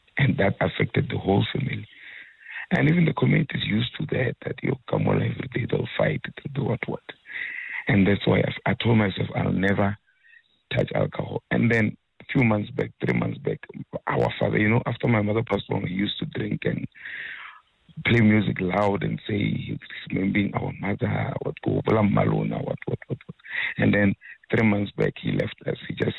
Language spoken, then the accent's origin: English; Tzaneen, Limpopo, South Africa; Because I come from Mampakati in Tzaneni